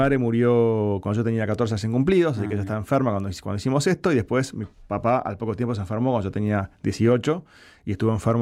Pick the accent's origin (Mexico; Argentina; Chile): Argentina; Olivos, Buenos Aires Province; Me crié en La Lucila, en Olivos.